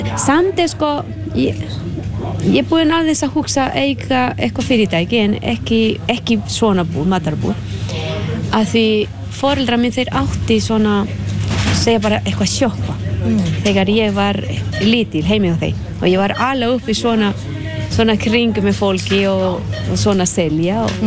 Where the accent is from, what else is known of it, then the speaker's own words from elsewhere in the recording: Honduras; Icelandic is a second language; now in Grenivík, Iceland; og ég kem frá Honduras.